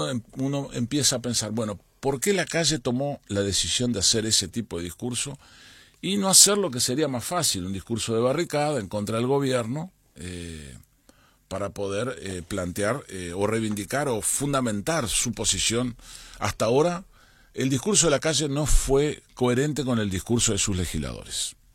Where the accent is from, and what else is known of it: Uruguay